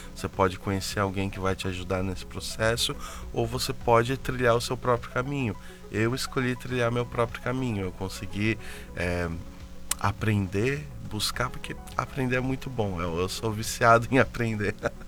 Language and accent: Portuguese; Florianópolis, Santa Catarina, Brazil; born there; also born or lived in Pato Branco / Alagoas / Paraíba; mas eu nasci em Florianópolis, mas também não tenho raiz em Florianópolis. Meus pais eram quase nômades, assim. A gente já morou desde Florianópolis até Pato Branco, até Alagoas e Paraíba.